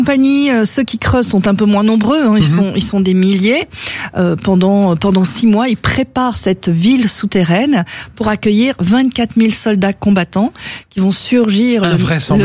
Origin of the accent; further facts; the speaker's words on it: Arras, Hauts-de-France, France; chez nous à Arras